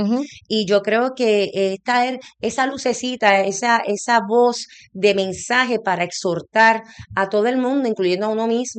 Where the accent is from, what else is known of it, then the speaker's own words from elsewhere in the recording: Puerto Rico; yo soy boricua, nací aquí, me crié aquí